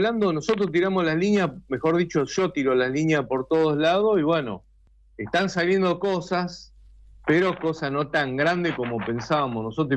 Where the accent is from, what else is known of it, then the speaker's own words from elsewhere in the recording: Morteros, Córdoba, Argentina; yo soy de una ciudad comercial industrial, y siempre recordaba a Mortero de Córdoba. Lo conocen a mi pueblo, decía